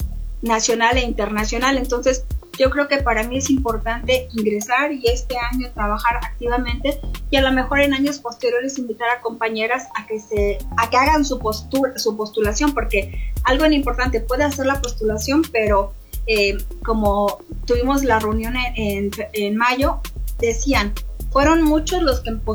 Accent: Veracruz, Mexico; now in Hidalgo, Mexico; yo soy originaria de Veracruz y que aquí no tengo a nadie

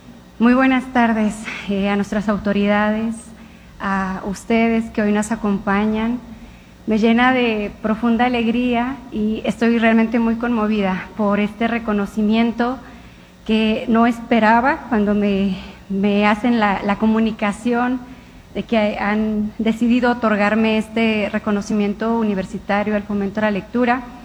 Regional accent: San Quintín, Baja California, Mexico; also born or lived in Oaxaca; Yo nací en la Mixteca de Oaxaca, pero me tocó crecer en el Valle de San Quintín, que hoy día sigue siendo un valle mayoritariamente agrícola

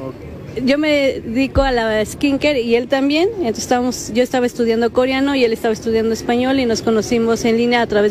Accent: Hidalgo, Mexico; ya que yo soy de aquí, de Hidalgo.

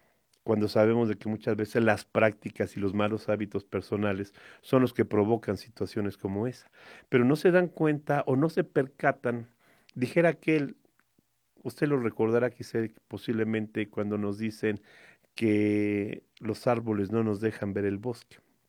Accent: Hidalgo, Mexico; pero ¿qué somos como hidalguenses al tener una universidad como esta en el concierto de la educación nacional

